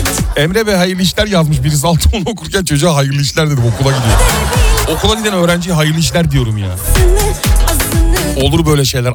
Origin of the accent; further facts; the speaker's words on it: Istanbul, Turkey; ben doğma büyüme 44 yıllık İstanbullu olmama rağmen görmediğim bir sürü yer varmış.